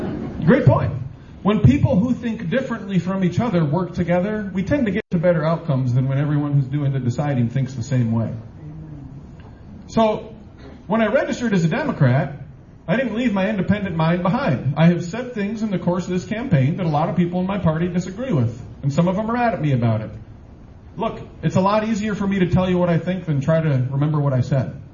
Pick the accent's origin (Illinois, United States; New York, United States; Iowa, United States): Iowa, United States; Decorah; I was born and raised in Decorah, northeast Iowa. So dad's family got off the boat from Norway in the 1800s and went to Winnesheek County and has been hanging out there ever since. And my mom is a mutt from Cedar Rapids.